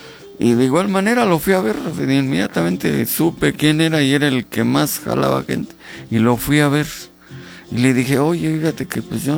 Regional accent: Zimapán, Hidalgo, Mexico; born there; moved away; also born or lived in Tizayuca, Hidalgo / Tulancingo, Hidalgo; nací en un lugar pues feo, la verdad, no hay nada que hacer, no hay nada que ver en Zimapán.

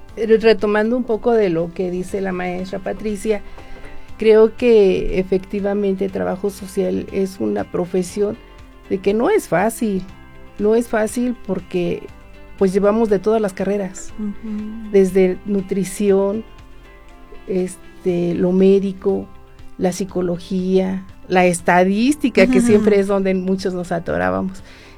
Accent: Mineral del Monte, Hidalgo, Mexico; now in Pachuca, Mexico; yo llegué aquí a Pachuca muy jovencita, pues prácticamente de provincia, yo soy de Mineral del Monte, pues algo muy diferente a vivir aquí a Pachuca

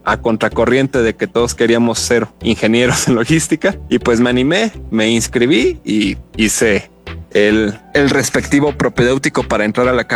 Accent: Hidalgo, Mexico; Nosotros como somos hidalguenses, pues el huapango es algo que nos representa.

